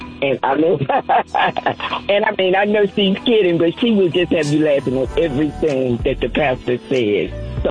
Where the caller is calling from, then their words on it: Atlanta, Georgia, United States; I'm calling from Atlanta, Georgia.